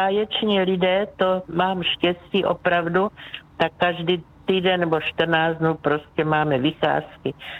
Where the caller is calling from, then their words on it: Břeclav, South Moravian Region, Czechia; já jsem z Moravy, takže tam od Břeclavy, takže u nás bylo vždycky vína dost